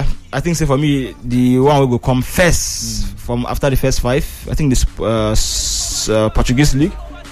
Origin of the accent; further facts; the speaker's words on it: Nigeria; as a Nigerian